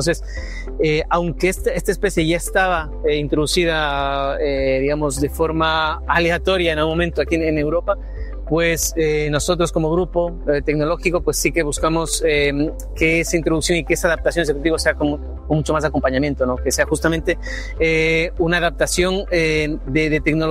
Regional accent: Ecuador; now in Spain; Yo soy ecuatoriano.

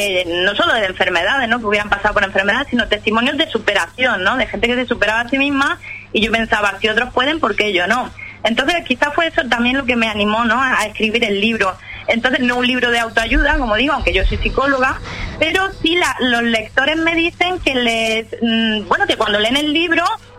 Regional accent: El Ejido, Andalusia, Spain; also born or lived in Barcelona; Sí, bueno, sí, yo vivo en El Ejido, aunque nací en Barcelona, pero desde los 13 años me he criado en El Ejido

